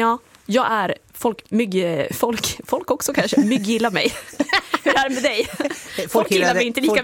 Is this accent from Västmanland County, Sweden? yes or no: no; Jämtland County, Sweden; moved away; Jag kommer ju från Jämtland också och är mycket där.